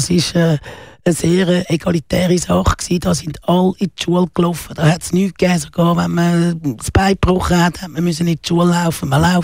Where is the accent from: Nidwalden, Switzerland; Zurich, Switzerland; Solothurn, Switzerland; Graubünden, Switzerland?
Zurich, Switzerland; Das macht man in Chile und irgendwo sonst auf der Welt, aber doch nicht bei uns in Zürich vor der Haustür.